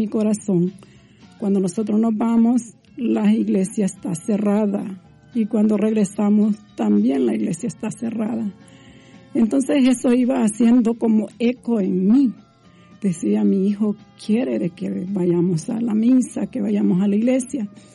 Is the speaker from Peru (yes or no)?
no; El Salvador; moved away as an adult; Cuando yo tenía 15 años hice mi primer retiro de iniciación que estaba en mi país, El Salvador, y pues después viajé a los 18 años, me vine para este país.